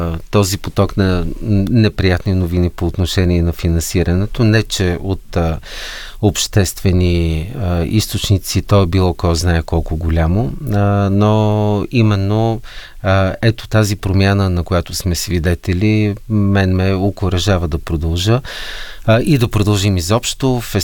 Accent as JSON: {"language": "Bulgarian", "town": "Shumen", "region": "Shumen Province", "country": "Bulgaria", "tie": "born or raised there", "moved": "yes"}